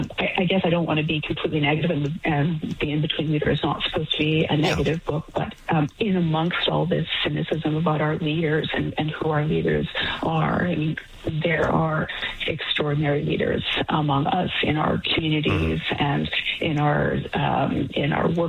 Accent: British Columbia, Canada; born there; I was raised in the Potlatch, which is our form of government in the Kwakwaka'wakw Nation.

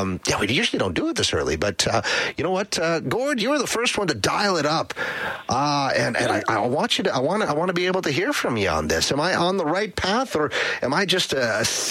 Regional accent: Lloydminster, Canada; I like the small town. I'm from Lloyd

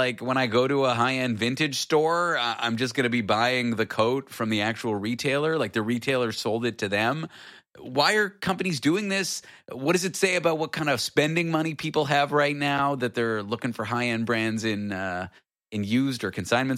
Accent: Toronto, Ontario, Canada; I grew up in Toronto.

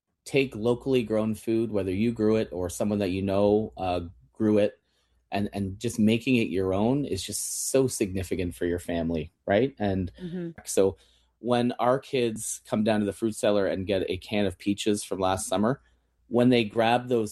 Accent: Kitchener, Ontario, Canada; I mean, I grew up in Kitchener and our next door neighbor had a big asparagus patch and would bring us bunches by the handful.

